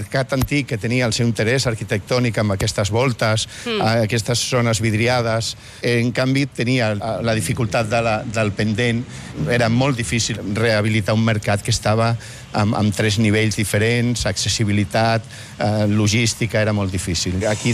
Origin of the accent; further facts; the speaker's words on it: Barcelona, Catalonia, Spain; Jo vaig néixer aquí, aquí al barri, aquí al carrer. Jo jugava de petit aquí a Via Favència, quan era només terra i res més.